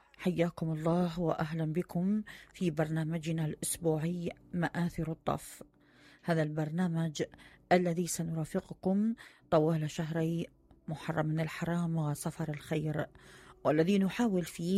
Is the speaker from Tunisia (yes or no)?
no; Iraq; accent: Iraqi; خلينا نقول بلهجتنا العراقية